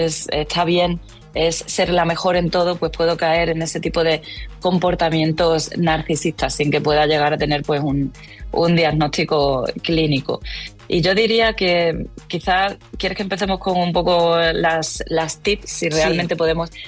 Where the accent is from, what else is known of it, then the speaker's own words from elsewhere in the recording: Extremadura, Spain; moved away; Pues siendo yo extremeña y no viviendo en Extremadura